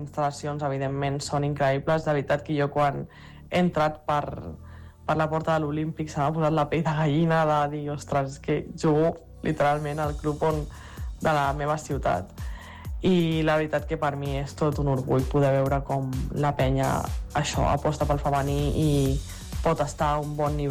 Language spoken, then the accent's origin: Catalan; Badalona, Catalonia, Spain; also born or lived in Montgat; tot i que jo sigui de Montgat. Tota la meva vida està a Badalona, és a dir, jo al col·le, als meus amics, on vaig jugar a bàsquet és aquí a Badalona. Llavors jo sento com que sóc de Badalona, és en part la meva ciutat